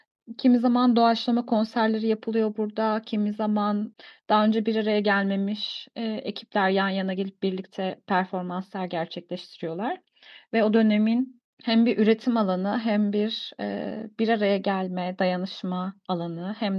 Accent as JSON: {"language": "Turkish", "region": "Ankara", "country": "Turkey", "tie": "born or raised there", "said": "Ben Ankara'da büyüdüm. Çocukluğum Ankara'da geçti."}